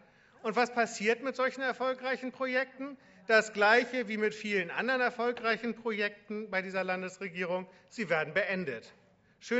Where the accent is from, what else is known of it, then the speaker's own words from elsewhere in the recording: Reinbek, Schleswig-Holstein, Germany; Ich komme aus Rheinbeck.